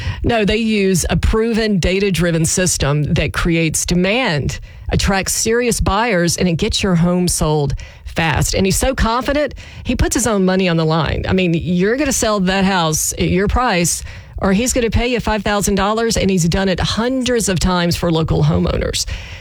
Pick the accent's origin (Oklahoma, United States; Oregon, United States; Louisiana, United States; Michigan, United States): Louisiana, United States; where I grew up in South Louisiana